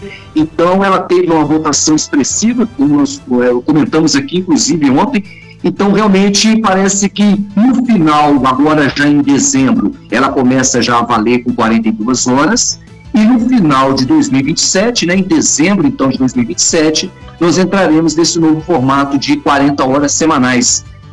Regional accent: Minas Gerais, Brazil; also born or lived in São Paulo; Eu sou paulista, né, de naturalidade, mas me criei em Minas Gerais.

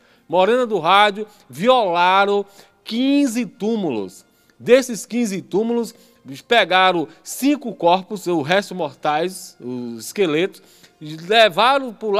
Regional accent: Feira de Santana, Bahia, Brazil; Aí como eu sou de Feira, eu sei tudo, quase tudo, né?

